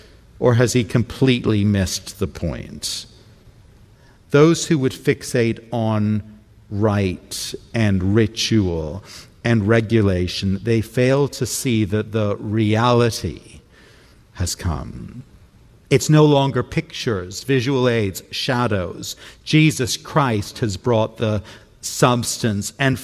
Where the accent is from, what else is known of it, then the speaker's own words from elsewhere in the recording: Toronto, Ontario, Canada; When I was a kid growing up in Toronto, I used to enjoy going downtown on a Saturday morning with one or two of my friends